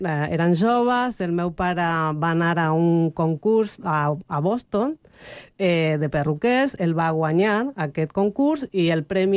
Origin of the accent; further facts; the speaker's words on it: Argentina; now in Spain; I quan jo vaig créixer allà, en realitat sóc espanyola, a l'Argentina, bueno, sóc espanyola de paper.